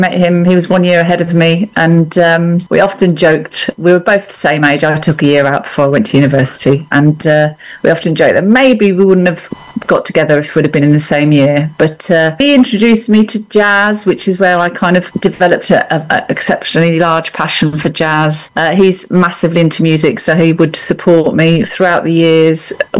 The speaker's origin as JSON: {"language": "English", "region": "Midlands", "country": "United Kingdom", "said": "Although I personally don't think I'm a southerner either. I'm from the Midlands, which is a bit of a no man's land."}